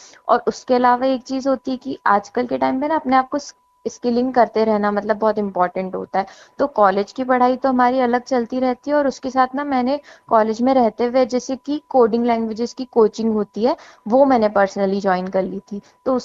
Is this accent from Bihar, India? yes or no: no; Ratlam, Madhya Pradesh, India; मैं रतलाम मध्य प्रदेश की रहने वाली हूँ।